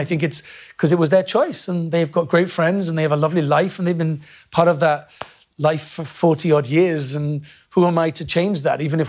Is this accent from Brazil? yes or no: no; Wales, United Kingdom; accent: Welsh; part of my identity, I absolutely believe, is my accent, my Welsh accent. And I know it's not very, very strong, but I think you know I'm Welsh. You can hear it. And I love that, you know, and I'm proud of being Welsh.